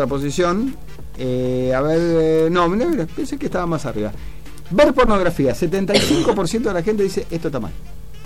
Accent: Argentina

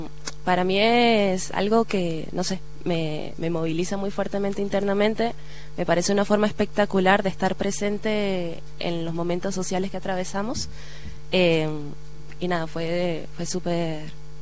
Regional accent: Venezuela; moved away as an adult; now in Mendoza, Argentina; Yo llego a la murga uruguaya al llegar a Mendoza. Yo soy de Venezuela, me vine en el 2012.

